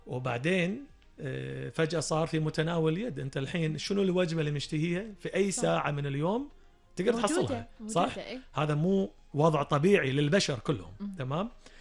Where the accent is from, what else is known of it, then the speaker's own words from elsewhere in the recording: Kuwait; عندنا بالكويت